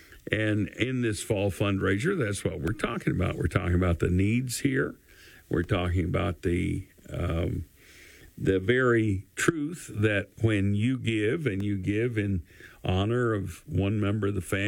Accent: Kingsport, Tennessee, United States; I grew up in North Kingsport. We call that Morrison City, Tennessee. And it was one of the oldest sections of East Tennessee, and it was right there on the Virginia line

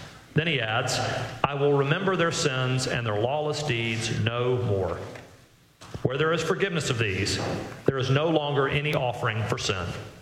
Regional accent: Nashville, Tennessee, United States; I think about our wedding at the church I grew up in Nashville.

